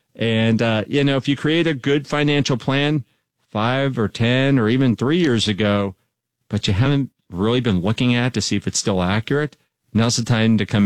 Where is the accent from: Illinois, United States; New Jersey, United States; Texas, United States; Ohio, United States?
Texas, United States; Dallas; I grew up in Dallas, Texas, and up here in the Northwest now